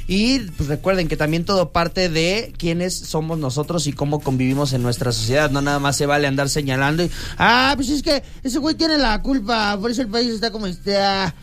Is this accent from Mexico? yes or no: yes; Mexico; soy mexicano a más no poder